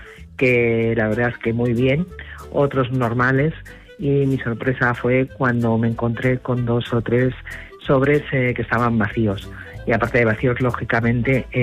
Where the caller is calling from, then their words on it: Madrid, Community of Madrid, Spain; de Madrid.